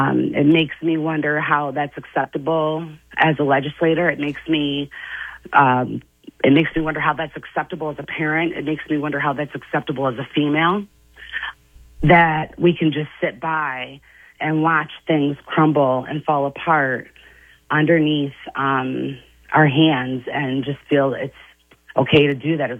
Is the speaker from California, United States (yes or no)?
no; Fairport, New York, United States; So I grew up in Fairport. I am a graduate of Fairport High School, so I am very familiar with the area.